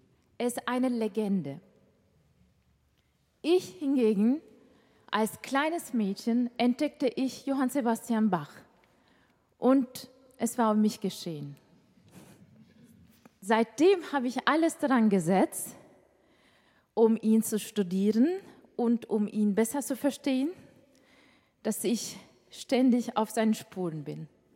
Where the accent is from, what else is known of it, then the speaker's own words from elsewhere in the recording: Istanbul, Turkey; Neva und ich haben eins gemeinsam. Wir kommen beide aus Istanbul und sprechen dieselbe Sprache.